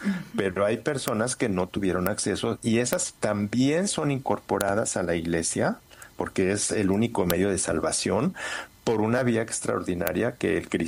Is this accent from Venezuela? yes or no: no; Mexico; Porque ella escogió esa casa y porque yo soy mexicano. Pero sabemos los mexicanos muy bien, ¿no?